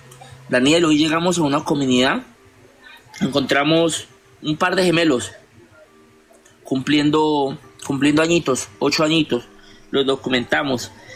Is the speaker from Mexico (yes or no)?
no; Colombia; todos somos colombianos